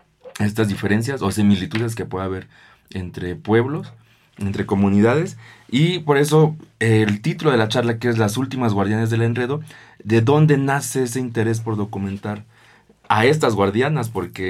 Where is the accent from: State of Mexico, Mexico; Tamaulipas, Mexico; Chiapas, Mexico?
Chiapas, Mexico; yo soy de Chiapas, de la zona Zoque